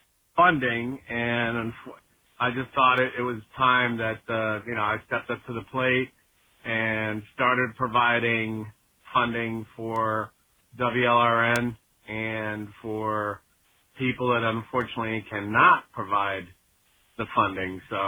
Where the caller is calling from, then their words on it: Miami, Florida, United States; I'm calling from Miami, Florida.